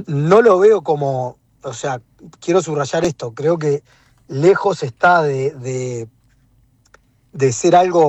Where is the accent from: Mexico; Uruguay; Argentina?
Uruguay